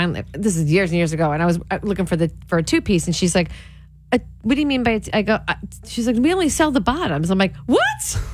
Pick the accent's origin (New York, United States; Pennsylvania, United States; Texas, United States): New York, United States; Because I'm from New York.